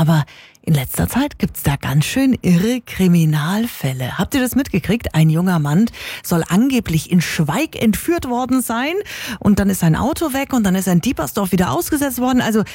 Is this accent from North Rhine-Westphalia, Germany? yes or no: no; Bavaria, Germany; Ich bin ja aus dem Nürnberger Land. Also ich komme daher und ich wohne da auch wieder und jetzt bin ich auch noch 13 Mal umgezogen und immer noch im Nürnberger Land unterwegs.